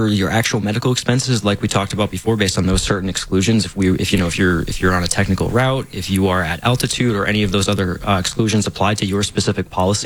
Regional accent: East Coast, United States; also born or lived in New Hampshire; now in Colorado, United States; I'm from the East Coast, and it's very different where I come from.

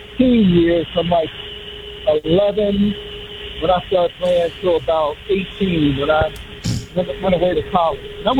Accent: Chicago, Illinois, United States; I grew up in the Jesse Mountains

